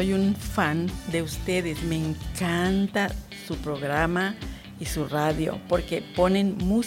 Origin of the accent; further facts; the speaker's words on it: Chetumal, Quintana Roo, Mexico; Bueno, yo nací aquí en Chetumal, Quintana Roo. Soy originaria.